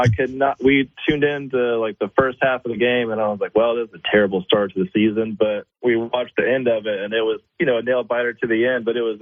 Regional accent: Texas, United States; moved away as an adult; growing up in Texas

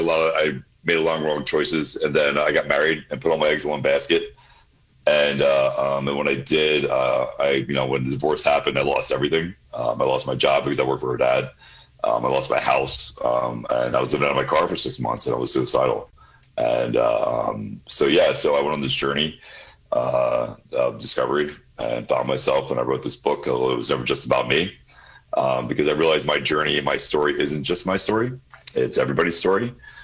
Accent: Pennsylvania, United States; Yeah, Pennsylvania. Right. You can say Pennsylvania. I grew up in Pennsylvania, yes.

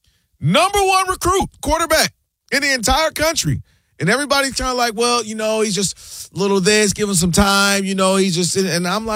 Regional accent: Ann Arbor, Michigan, United States; I told you, I'm from Ann Arbor.

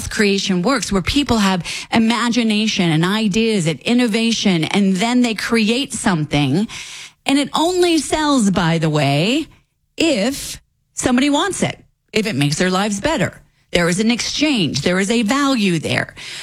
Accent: Denver, Colorado, United States; moved away as an adult; also born or lived in California; I grew up on Lowry Air Force Base.

